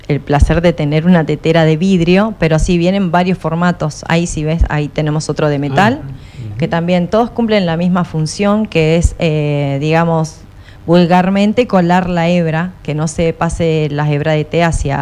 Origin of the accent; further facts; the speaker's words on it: Neuquén, Argentina; moved away as an adult; now in San Martín de los Andes, Argentina; en mi ciudad de donde soy, que soy de Neuquén Capital. Cuando me vine a vivir acá a San Martín, bueno, esto es una aldeita